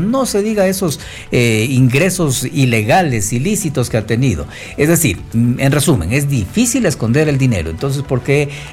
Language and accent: Spanish; Ecuador